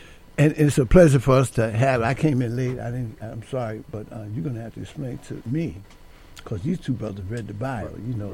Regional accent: Trinidad & Tobago; moved away; Well, I'm from Trinidad.

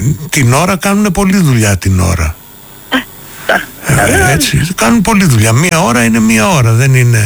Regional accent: Athens, Attica, Greece; εγώ είπα δεν έχω χωριό. Εγώ έχω γεννηθεί στην Οδό Πατησίων.

